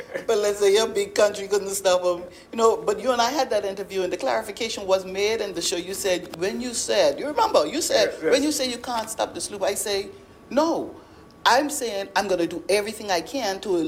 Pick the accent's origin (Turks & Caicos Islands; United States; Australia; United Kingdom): Turks & Caicos Islands; I'm from South Caicos